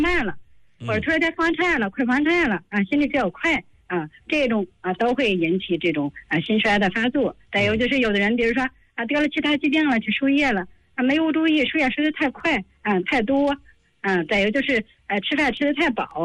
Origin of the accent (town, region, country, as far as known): China